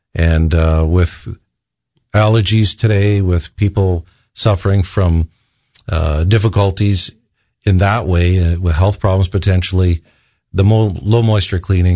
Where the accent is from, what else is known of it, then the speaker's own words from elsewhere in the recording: Ste. Rose du Lac, Manitoba, Canada; I was born and raised in St. Rose du Lac, Manitoba, and growing up, I worked with my dad … we cleaned.